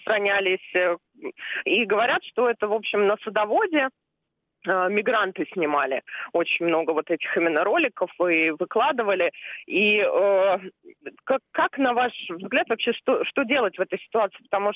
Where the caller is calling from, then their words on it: Moscow, Russia; я из Москвы